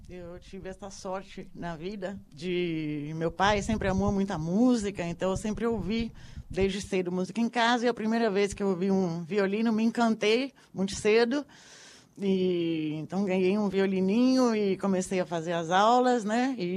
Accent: São Paulo, Brazil; also born or lived in Germany; Eu sou de São Paulo, né? Então, passei minha formação toda por lá, orquestra jovem municipal e tantos outros grupos de câmaras, festivais, né?

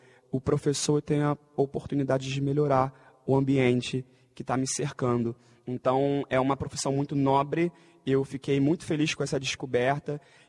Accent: Brazil; also born or lived in Hungary; eu gosto muito de viver minha vida como um bom brasileiro, né, comer meu feijão com arroz e tudo mais.

